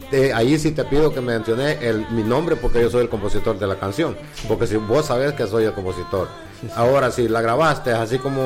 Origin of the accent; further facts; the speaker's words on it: Eastern El Salvador, El Salvador; Si tú has visto en Oriente, vamos a hablar de lo que es cerca de mi pueblo, de mi cantón.